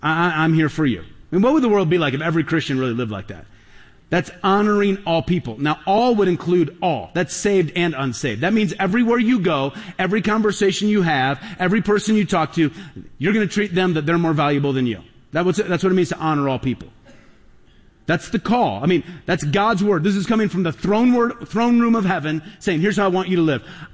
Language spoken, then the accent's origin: English; United States